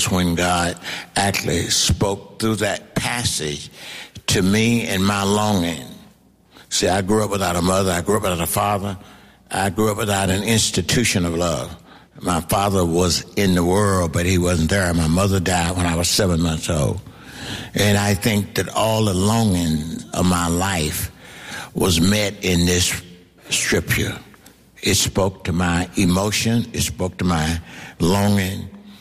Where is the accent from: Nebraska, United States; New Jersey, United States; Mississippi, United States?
Mississippi, United States; I knew what wages was because I was coming from Mississippi.